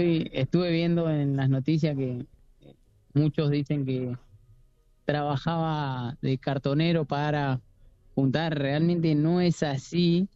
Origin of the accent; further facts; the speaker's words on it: Buenos Aires, Argentina; Nací acá en Parque Patricio, me crié ahí.